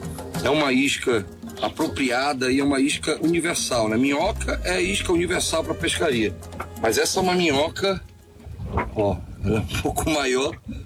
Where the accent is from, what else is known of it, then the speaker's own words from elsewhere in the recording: Amazonas, Brazil; Ó, eu sou amazonense, né?